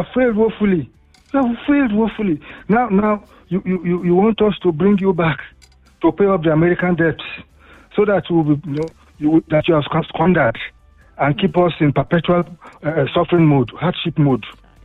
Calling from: Awoyaya, Lagos, Nigeria; I am calling from Awoyaya.

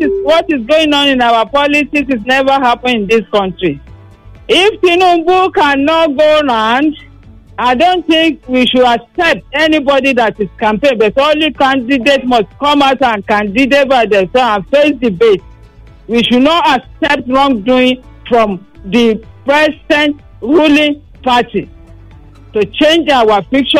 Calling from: Nigeria; from Barika.

